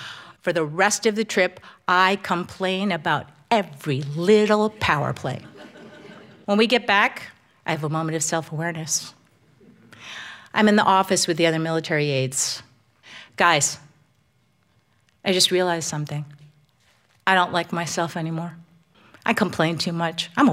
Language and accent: English; New Jersey, United States; I'm from New Jersey. I lost my parents when I was 8.